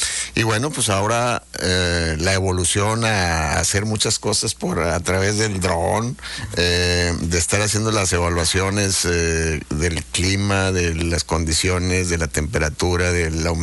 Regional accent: Madera, Chihuahua, Mexico; moved away; soy originario de un medio rural, de otro estado, allá en Chihuahua, mi natal Chihuahua, pero siempre añorando y recordando la vida de la sierra y entre los pinos, porque mi pueblo está enclavado allá en el municipio de Madera, Chihuahua

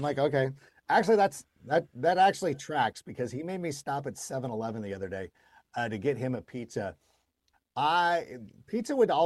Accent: California, United States; It's from my hometown, Miguel's Jr., Don Ramones, anybody in the Southern California area.

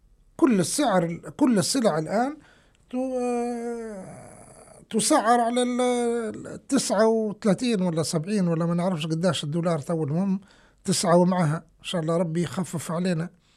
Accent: Libya

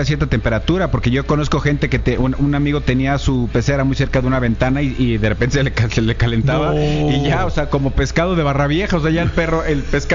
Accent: Mexico City, Mexico; Eso nuestra vida, muchachos, no somos chillones los chilangos.

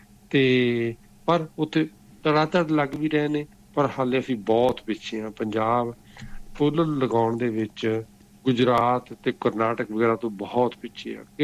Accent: Jalandhar, Punjab, India; ਅਤੇ ਮੇਰਾ ਪਿੰਡ ਜਲੰਧਰ ਦੇ ਲੱਗਿਆ ਸੀ, ਉੱਥੇ ਜਲੰਧਰ ਵਗੈਰਾ ਦੇ ਲਵਾ ਰਹੇ

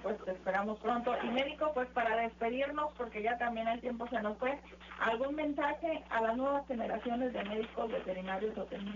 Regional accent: Mexico; a veces dejamos como buenos mexicanos todo para el último.

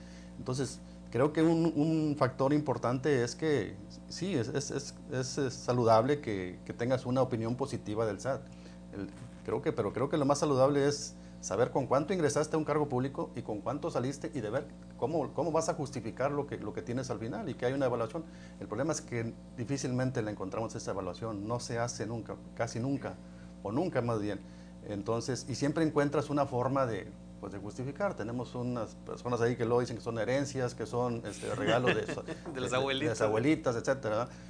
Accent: Mexico; los mexicanos

